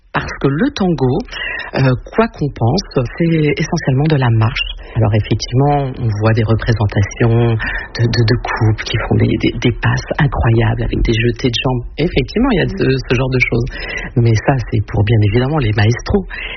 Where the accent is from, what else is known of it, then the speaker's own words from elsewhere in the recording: Cormelles-le-Royal, Normandy, France; puisque je suis arrivée, j'avais 7 ans, j'en ai 55 maintenant. Donc, je peux dire que je suis l'enfant de Cormal-le-Royal.